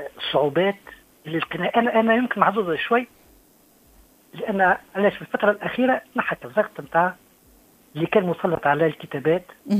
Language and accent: Arabic; Mateur, Bizerte Governorate, Tunisia; أنا مش من القصرين، أنا من مصر، أنا بجاوي من مصر.